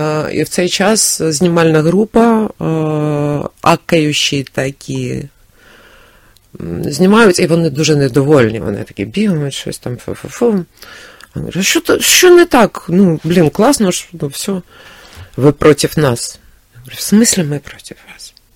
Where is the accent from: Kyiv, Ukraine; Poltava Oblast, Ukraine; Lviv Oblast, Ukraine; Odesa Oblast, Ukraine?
Kyiv, Ukraine; Я киянка, тобто я не була в якійсь сотні, як всі кияни